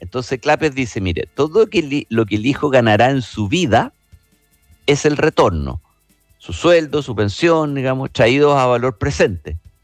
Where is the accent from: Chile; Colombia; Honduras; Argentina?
Chile; si los chilenos no estamos teniendo niños, alguien los tiene que tener